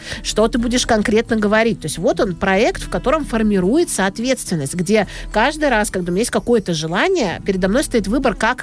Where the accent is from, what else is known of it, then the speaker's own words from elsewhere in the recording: Vladivostok, Primorsky Krai, Russia; я запросто вижу, как это могло даже вот произойти в моем родном городе Владивостоке.